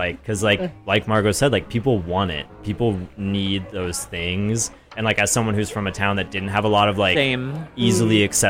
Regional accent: Idaho, United States; Yeah, I'm from. Yeah. I moved here from Idaho, so like, I'm very familiar.

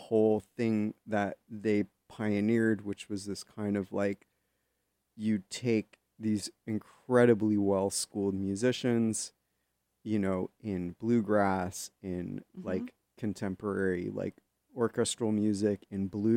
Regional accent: San Carlos, California, United States; born there; I grew up in San Carlos.

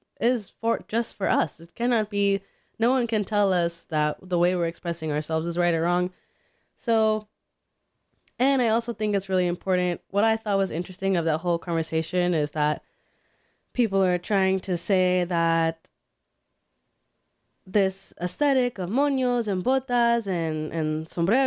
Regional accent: California, United States; now in Pennsylvania, United States; It's a really cool thing to be from the West Coast and be Mexican, and also from, the whole West Coast, really, California and the whole West Coast.

